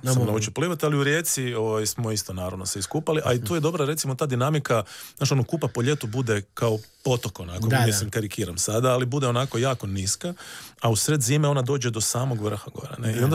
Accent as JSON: {"language": "Croatian", "town": "Sisak", "region": "Sisak-Moslavina County", "country": "Croatia", "tie": "born or raised there", "said": "ja sam odrastao na Zibelu, koji je onako vrlo prekrasan dio Siska"}